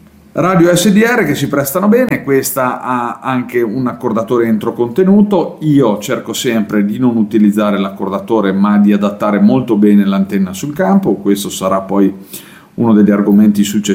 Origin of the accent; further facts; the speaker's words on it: Trentino-Alto Adige, Italy; io sono dell'Alto Adige.